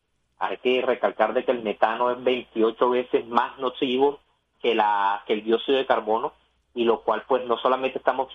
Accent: Barranquilla, Atlántico, Colombia; bueno, yo soy barranquillero. Barranquilla actualmente cuenta con una planta que es insignia y debería ser orgullo para nosotros

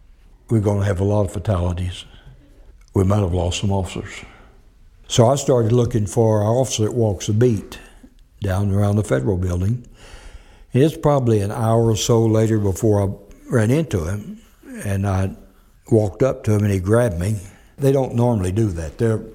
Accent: Arkansas, United States

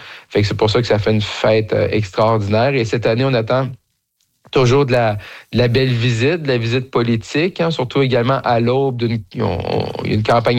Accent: Roberval, Quebec, Canada; parce que je suis originaire de Robertval

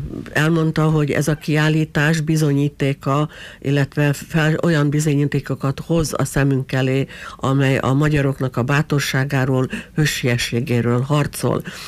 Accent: Sydney, New South Wales, Australia; Mi 1963-ban mentünk vissza először. Engem, mint 16 éves fiút, aki Sydneyben nőttem fel

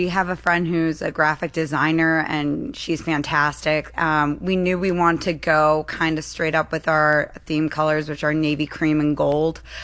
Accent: Morris Plains, New Jersey, United States; So I grew up in Morris Plains.

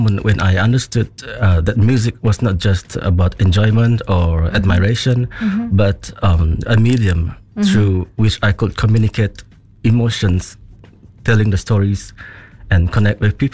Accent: Sarawak, Malaysia; Growing up in Borneo and particularly in Sarawak.

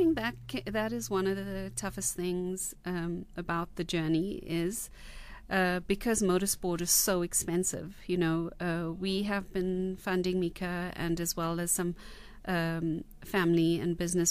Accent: South Africa; we are South African.

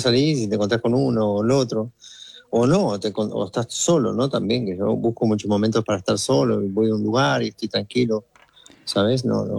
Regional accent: Chivilcoy, Buenos Aires Province, Argentina; sus papás vivían en Chivilcoy, y levanté la oreja porque no he encontrado en 24 años a nadie que sea de mi pueblo.

